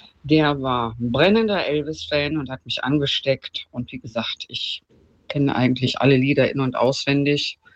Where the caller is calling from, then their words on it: Neuss, North Rhine-Westphalia, Germany; Ganz liebe Grüße aus Neuss